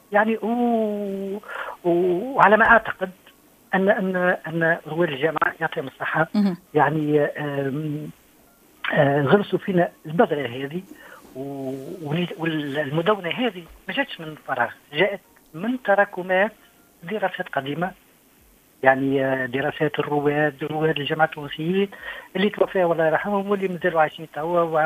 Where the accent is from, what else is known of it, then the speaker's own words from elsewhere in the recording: Mateur, Bizerte Governorate, Tunisia; أنا مش من القصرين، أنا من مصر، أنا بجاوي من مصر.